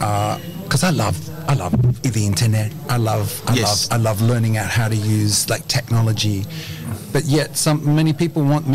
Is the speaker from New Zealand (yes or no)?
yes; New Zealand; I'm from New Zealand, and we've had a similar challenge.